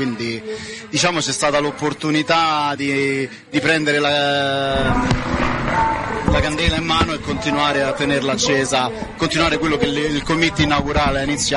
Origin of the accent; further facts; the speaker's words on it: Rome, Lazio, Italy; moved away as an adult; now in Australia; io, anche se la mia famiglia è del sud, siciliana, però sono nato e cresciuto a Roma, come sente dall'accento.